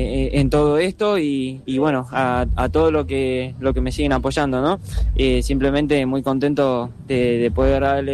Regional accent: Rosario de la Frontera, Salta, Argentina; para todo mi pueblo de Rosario de la Frontera

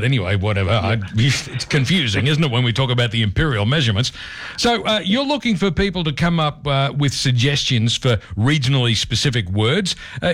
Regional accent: Queensland, Australia; growing up in Queensland

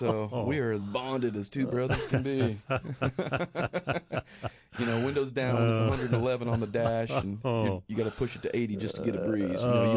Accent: Nashville, Tennessee, United States; now in Juneau, United States; I mean, I grew up right around Nashville and was there for 5 or 6 years, but I kind of got done with that city, and I needed something different. And that's how I arrived in Juneau.

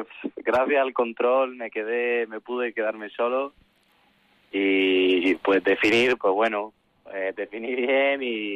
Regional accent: Andalusia, Spain; yo creo que también pues el ir como a mi tierra un poco, Andalucía, pues me ha dado como esa inspiración para marcar el gol

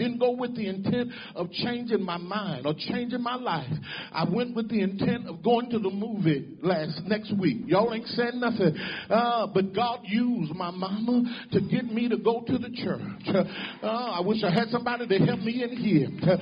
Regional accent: Brooklyn, Illinois, United States; I grew up in East St. Louis, or St. Louis, Missouri, a little town called Brooklyn, Illinois. It's the first all-black incorporated village in the whole wide world.

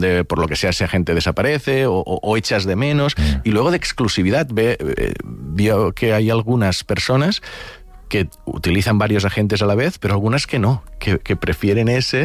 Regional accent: Catalonia, Spain

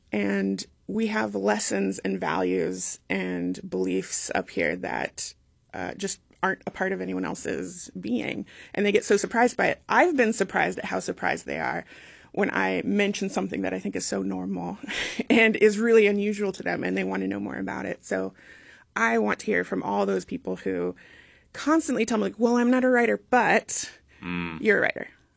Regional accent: Alaska, United States; born or raised there

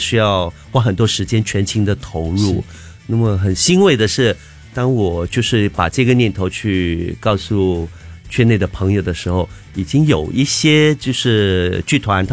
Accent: Singapore; 可是你说我们新加坡人的华语的水平有到了什么地方呢？我们的华语水平不到半桶水、嗯、我们的英语可能也不到半桶水。

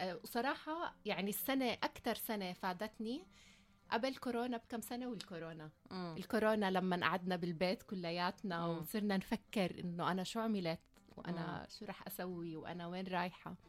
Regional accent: Jordan; moved away as an adult; now in Australia; أوكي، أنا إجيت من الأردن. بالأردن درست محاسبة بالجامعة وكان عندي خبرة بالمحاسبة شوي. بعدين لما اجيت على أستراليا كنت عم بحاول هيك ألاقي فرص بنفس مجالي.

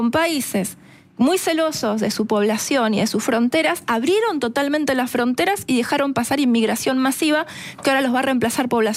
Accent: Argentina

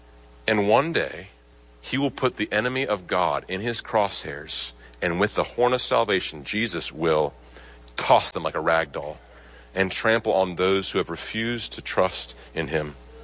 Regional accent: Nebraska, United States; You city folk might not know this, but I grew up in Nebraska, and my grandpa raised cattle, and we would often go out in the morning and check on the cattle.

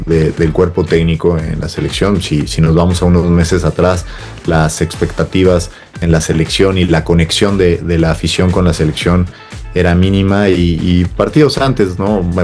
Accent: Mexico; lo hemos vivido como mexicanos

